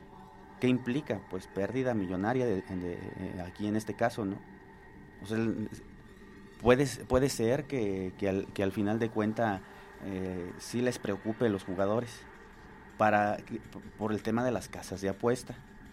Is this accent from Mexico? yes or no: yes; Mexico; Somos mexicanos